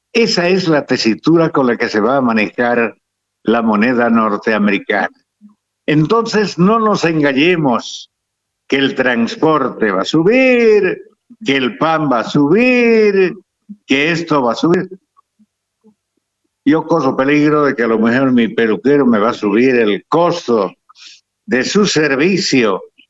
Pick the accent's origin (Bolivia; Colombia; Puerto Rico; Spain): Bolivia